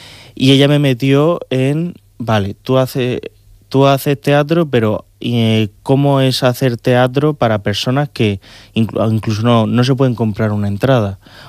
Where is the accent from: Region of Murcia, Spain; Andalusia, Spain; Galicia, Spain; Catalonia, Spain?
Region of Murcia, Spain; Jumilla; la Concejalía de Igualdad de Jumilla, que es mi pueblo